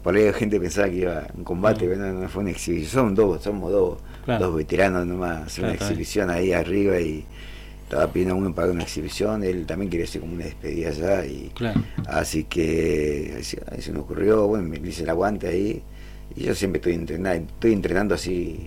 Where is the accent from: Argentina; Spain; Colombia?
Argentina; Gobernador Gregores, Santa Cruz; now in Río Gallegos, Argentina; yo soy nacido acá en Gregor, y estudié en Gregor, por eso, y me formé en el boxeo allá, primero en mis primeros comienzos.